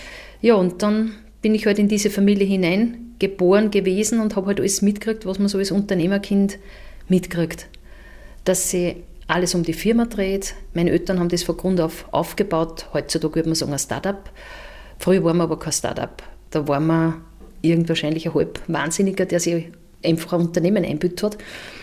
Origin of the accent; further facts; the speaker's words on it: Upper Austria, Austria; in diesem Umfeld bin ich irgendwo groß geworden, die Nachbarn waren alle Landwirte. Also ich bin auch mitten in der Natur aufgewachsen mit Kühe, Schweinerl.